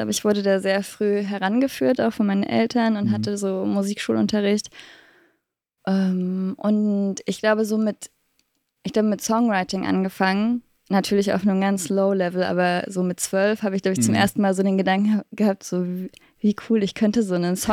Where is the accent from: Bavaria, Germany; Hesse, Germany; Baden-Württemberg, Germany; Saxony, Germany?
Saxony, Germany; Leipzig; born there; Und ich wurde auch in Leipzig geboren, tatsächlich.